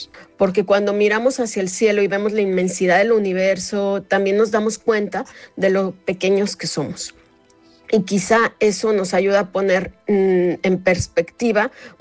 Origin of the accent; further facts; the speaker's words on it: Mexico; now in Barcelona, Spain; soy mexicana, y aunque llevo ya 26 años viviendo en Barcelona